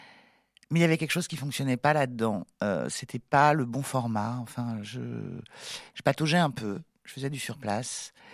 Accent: Nantes, Pays de la Loire, France; moved away as an adult; also born or lived in Saint-Herblain / Brière; now in Ardèche, France; J'ai grandi à Nantes, Saint-Herblain, puis je suis partie en Brière, près de Saint-Nazaire, et j'y suis restée jusqu'à mes 18 ans. Ensuite j'ai bourlingué, bref, à 33 ans, j'ai emménagé en Ardèche

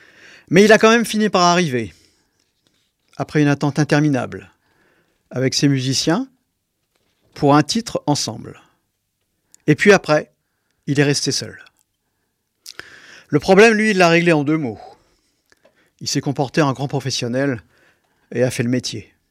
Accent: Pays de la Loire, France; Jean-Michel, qui est venu au moins une fois chez nous

